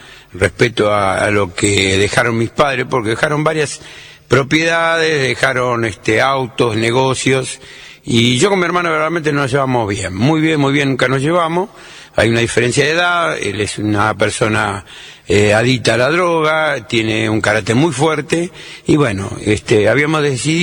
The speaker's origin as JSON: {"language": "Spanish", "country": "Uruguay", "said": "Yo vengo del Uruguay, yo tengo un problema con mi hermano."}